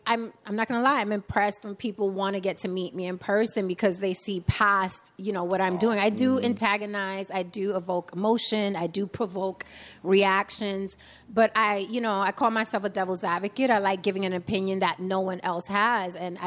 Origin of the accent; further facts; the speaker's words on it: Bronx, New York, United States; now in Las Vegas, United States; Yes, born and raised in the Bronx.